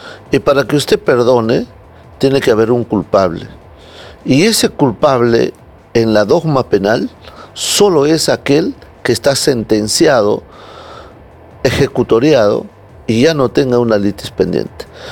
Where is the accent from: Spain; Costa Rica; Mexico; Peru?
Peru; nosotros como peruanos